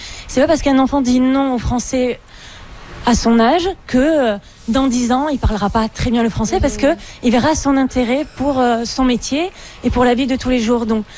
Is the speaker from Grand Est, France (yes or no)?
no; Marseille, Provence-Alpes-Côte d'Azur, France; moi, je suis française et d'origine du Sud. Donc j'ai des expressions du Sud, de Marseille